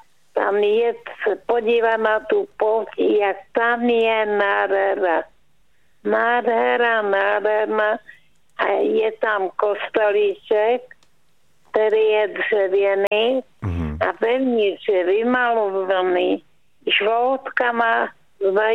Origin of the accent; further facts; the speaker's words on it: Jeseníky, Czechia; also born or lived in Valašsko; A Váchy, to je moje rodiště. Naši se přestěhovali po válce 45. na Jeseníky, tak jsem tam vyrůstala